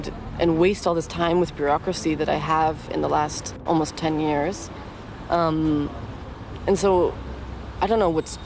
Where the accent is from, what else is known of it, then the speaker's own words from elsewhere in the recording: United States; now in Germany; being an American, it's or having an American citizenship and being a white American